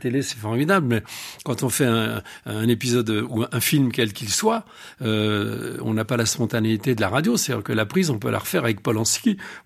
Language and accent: French; Montmirail, Grand Est, France; also born or lived in Romilly-sur-Seine, Aube; Moi, je viens de Montmirail, dans la Marne. Je suis né à Romilly-sur-Seine, dans l'Aube. Après, quand j'ai eu 6-7 ans, on est parti à Montmirail, dans la Marne. Un petit village et tout.